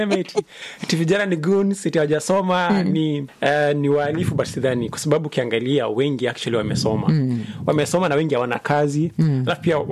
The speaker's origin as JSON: {"language": "Swahili", "country": "Kenya", "said": "Najua pia nimetoka Kenya na pia nimesomea Mombasa, so joto haikunishtua sana."}